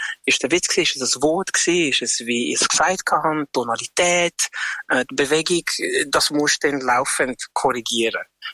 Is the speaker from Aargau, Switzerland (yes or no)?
yes; Aargau, Switzerland; Aufgewachsen im Aargau. Und ich glaube, wir, würde ich jetzt mal behaupten, reden am neutralsten.